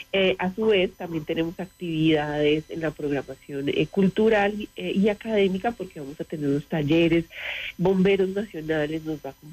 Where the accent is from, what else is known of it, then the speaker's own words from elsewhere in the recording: Boyacá, Colombia; porque hemos mostrado lo que somos como boyacenses